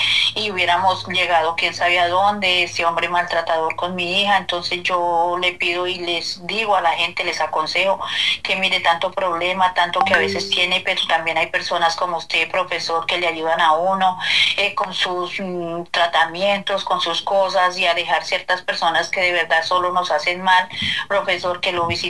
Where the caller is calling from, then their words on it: Duitama, Boyacá, Colombia; Estoy llamando acá de Duitama, Boyacá.